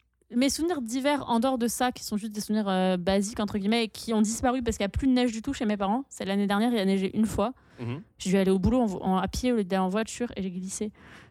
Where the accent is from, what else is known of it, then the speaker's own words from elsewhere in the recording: France; now in Canada; Et moi, je suis française.